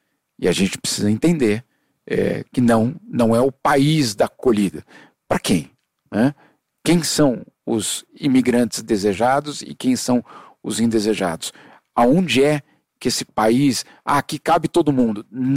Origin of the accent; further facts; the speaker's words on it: Brazil; moved away; Eu sei que eu sou brasileiro. Eu só tenho um passaporte brasileiro. Então eu tenho certeza que eu sou brasileiro.